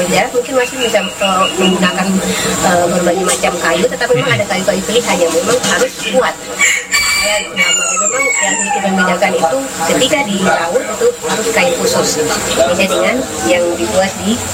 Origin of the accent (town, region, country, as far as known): Biak, Papua, Indonesia